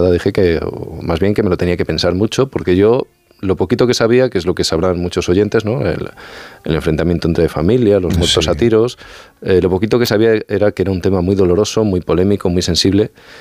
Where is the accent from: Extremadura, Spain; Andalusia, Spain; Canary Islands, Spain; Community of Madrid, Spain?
Extremadura, Spain; Yo soy extremeño, ¿vale? No exactamente de Puerto Rico ni de esa zona, pero bueno, soy extremeño.